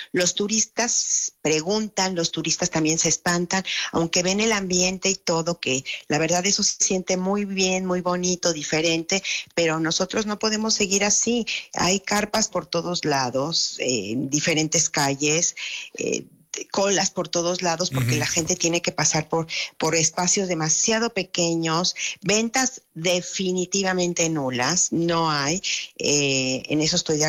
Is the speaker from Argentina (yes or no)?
no; Mexico